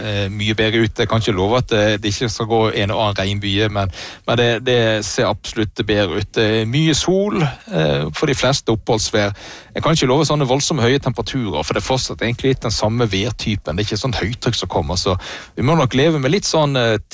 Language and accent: Norwegian; Western Norway, Norway; now in Oslo, Norway; men spør du meg som vestlending eller her i Oslo?